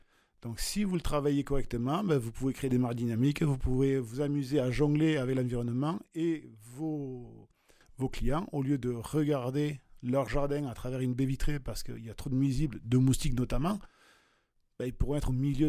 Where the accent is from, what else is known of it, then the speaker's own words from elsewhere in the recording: Villefranche-de-Rouergue, Occitanie, France; Moi, je suis né sur Villefranche-de-Rouergue. J'ai grandi sur l'Aveyron. J'ai voyagé beaucoup, mais je me plais ici